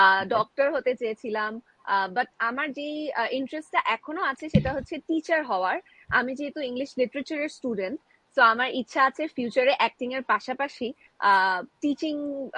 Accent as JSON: {"language": "Bangla", "town": "Dhaka", "region": "Dhaka Division", "country": "Bangladesh", "tie": "born or raised there", "also_born_or_lived": "Patiya, Chittagong", "said": "তো আমার যখন 40 দিন বয়স, তখন আমার আব্বু আম্মু, মানে আমি চিটং থেকে ঢাকায় মুভ করি 40 দিন বয়সে। তো এরপরে আসলে ঢাকাতেই থাকা হয়, চিটং এ যাওয়া হয়েছে ঈদের সময়, কারণ আমার দাদার বাড়ি, নানা বাড়ি সব চিটাগং এ।"}